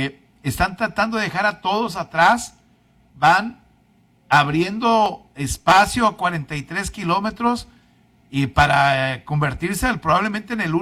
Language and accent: Spanish; Mexico; Qué orgulloso se siente uno como mexicano